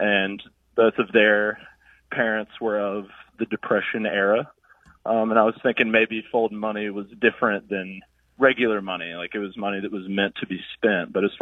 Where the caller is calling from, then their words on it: Nashville, Tennessee, United States; I'm calling from Nashville, Tennessee.